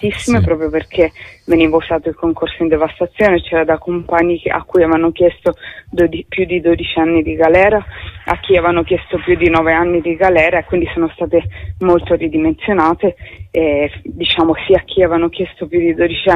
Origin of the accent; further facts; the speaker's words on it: Turin, Piedmont, Italy; non, non solo come torinese